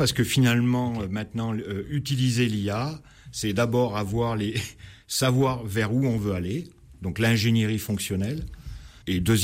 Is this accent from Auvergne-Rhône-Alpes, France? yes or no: yes; Valence, Auvergne-Rhône-Alpes, France; also born or lived in Grenoble; je suis né à Valence, je suis parti quelques années pour faire des études et j'ai commencé à travailler, pas très loin, mais à Grenoble.